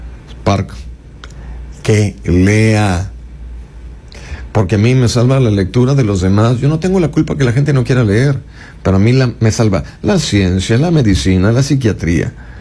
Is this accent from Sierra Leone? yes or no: no; Chile; now in Mexico; Yo soy chileno, residente permanente mexicano.